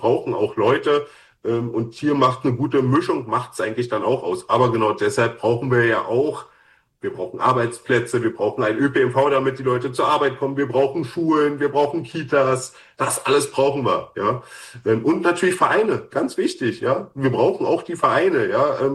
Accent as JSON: {"language": "German", "region": "Berlin", "country": "Germany", "lives_now": "Tangermünde, Germany", "said": "als ich das erste Mal nach Tangermünde gekommen bin, ja, als Berliner"}